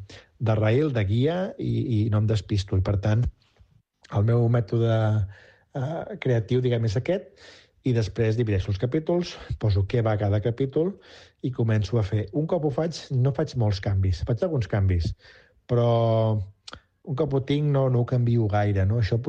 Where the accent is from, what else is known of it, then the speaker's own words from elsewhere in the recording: Catalonia, Spain; perquè sóc català